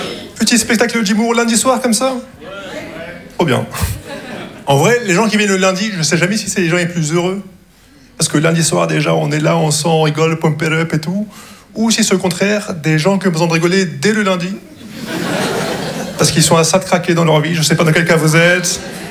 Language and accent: French; Casablanca, Casablanca-Settat, Morocco; Je viens de Casablanca et je parle comme si je vena